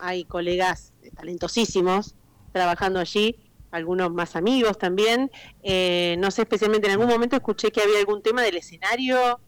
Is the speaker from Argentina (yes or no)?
yes; Argentina; Tenemos mucho para contar nosotros como argentinos